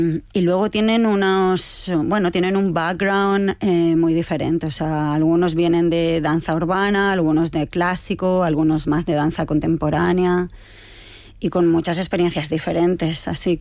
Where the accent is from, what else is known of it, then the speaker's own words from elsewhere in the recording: Spain; tengo un poco de presión porque siendo directora española siempre miran a ver a quién invita y tal.